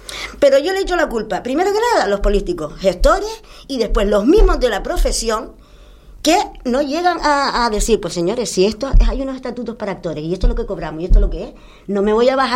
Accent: Canary Islands, Spain; Tú sabes que yo soy muy canaria

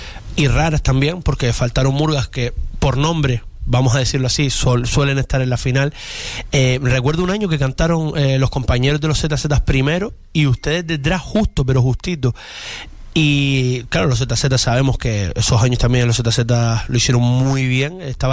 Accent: Las Palmas de Gran Canaria, Canary Islands, Spain; yo soy de Las Palmas, soy de aquí

